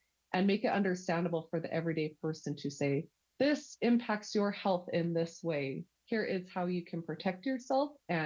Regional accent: Utah, United States; First and foremost, I am born and raised in Utah.

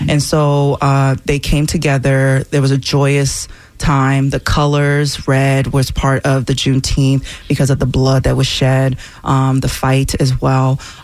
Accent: New Jersey, United States; also born or lived in Nigeria; I'm from Jersey

